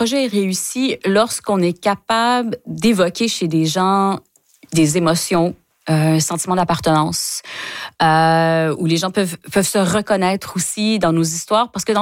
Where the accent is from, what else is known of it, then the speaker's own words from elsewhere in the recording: Ontario, Canada; en ayant grandi en tant que franco-ontarienne, on avait très peu de choses qui étaient faites pour nous.